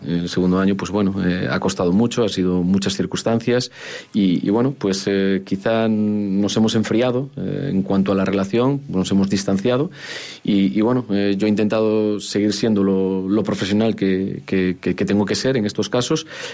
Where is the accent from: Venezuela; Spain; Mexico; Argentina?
Spain; Galicia; moved away as an adult; now in Zamora, Spain; yo soy gallego y la morriña, evidentemente, no soy joven, tengo 50 años